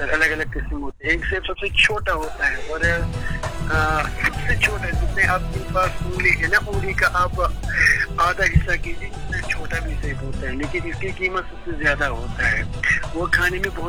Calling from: Jammu and Kashmir, India; मैं सेंट्रल कश्मीर से बात कर रहा हूँ, जिला बड़गाम में हमारे गांव पड़ते हैं सर।

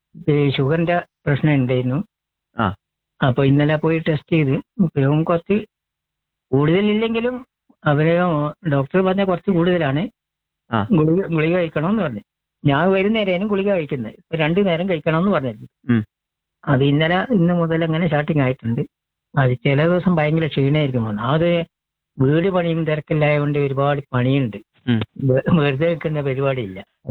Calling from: Vellamunda, Kerala, India; Vellamunda, 10-ാം mile.

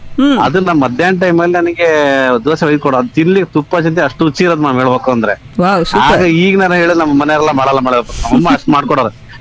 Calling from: Gurupura, Karnataka, India

